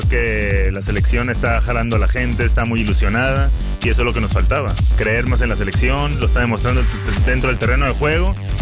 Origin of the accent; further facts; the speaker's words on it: Sinaloa, Mexico; Somos sinaloenses